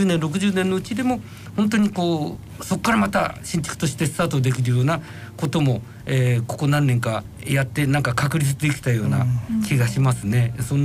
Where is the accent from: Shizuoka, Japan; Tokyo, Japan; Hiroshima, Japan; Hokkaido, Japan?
Tokyo, Japan; Tachikawa; 、立川で生まれ育ち、今年、59になってしまいました。